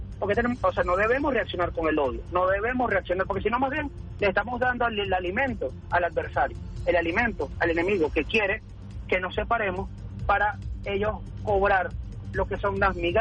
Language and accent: Spanish; Venezuela; como propios venezolanos bolivarianos que somos